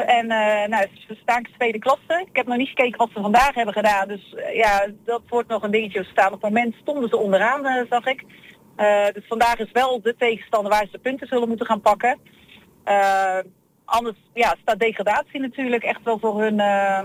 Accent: Klundert, North Brabant, Netherlands; ik kom natuurlijk uit Klundert, ben er geboren en ik woon er nog steeds.

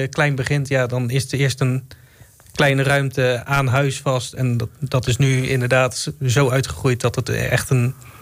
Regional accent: Nieuwe-Tonge, South Holland, Netherlands; born there; moved away as an adult; now in Sommelsdijk, Netherlands; Ik ben ook geboren in Nieuwe Tongen, toen de tijd nog op de Molendijk. En nu woon ik sinds een jaar of 4 geleden in Sommelsdijk.

